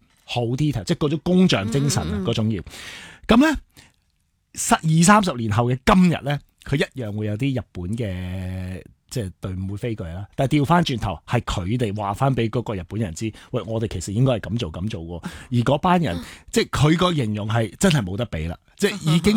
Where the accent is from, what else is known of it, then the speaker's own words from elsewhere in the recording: Hong Kong; 我们是香港人